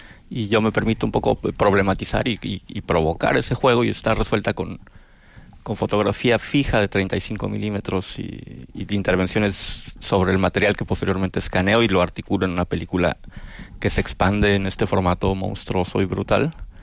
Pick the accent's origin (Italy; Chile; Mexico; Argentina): Mexico; Mexico City; born there; moved away as an adult; now in Oaxaca, Mexico; Nací en Ciudad de México, pero vivo en Oaxaca desde el 94, del siglo pasado.